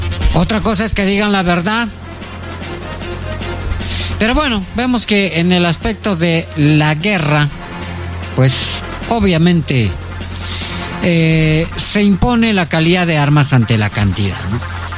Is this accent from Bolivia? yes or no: no; Peru